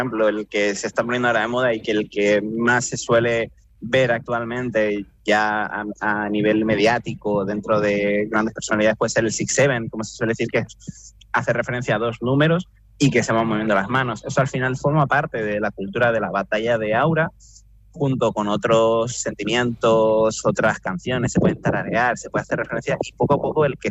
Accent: Santa Cruz de Tenerife, Canary Islands, Spain; now in Gran Canaria, Spain; trabajando aquí en Gran Canaria, yo soy chicharrero

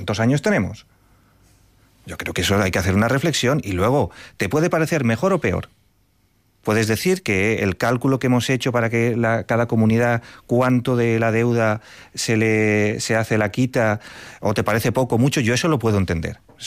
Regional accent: Valencia, Valencian Community, Spain; yo soy de Valencia.

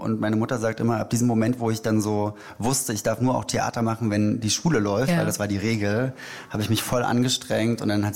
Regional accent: Berlin, Germany; also born or lived in Rostock; Ich bin komplett in Prenzlauer Berg aufgewachsen

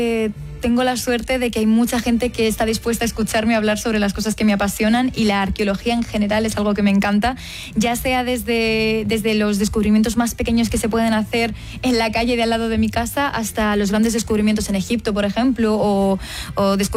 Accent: Segovia, Castile and León, Spain; born or raised there

